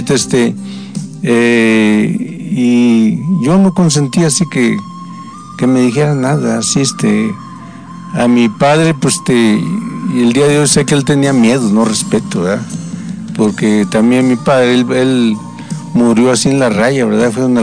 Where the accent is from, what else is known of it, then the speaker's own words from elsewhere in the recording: Zacualpan, State of Mexico, Mexico; moved away; Yo soy del municipio de Zacualpa, Estado de México, de un pueblo que se llama Bergama de la Paz, ¿verdad? Y pues ahí a mi pueblo le dicen el pueblo de los profesores, porque hay mucho profesor. Bueno, había, ¿verdad? En ese entonces, sí, porque es un pueblo minero